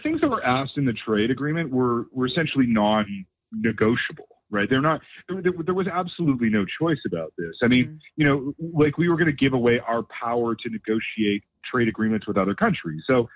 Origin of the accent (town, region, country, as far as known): Canada